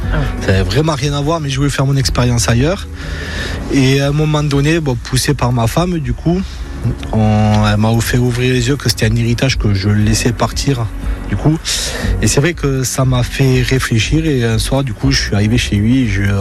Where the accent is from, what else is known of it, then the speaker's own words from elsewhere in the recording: Occitanie, France; Ah bah, après, voilà, moi, je suis du Gers, donc voilà, graisse de canard.